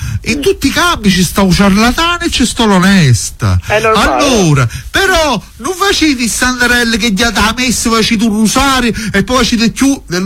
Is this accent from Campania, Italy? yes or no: yes; Torre del Greco, Campania, Italy; born there; sono nato a Torre del Greco.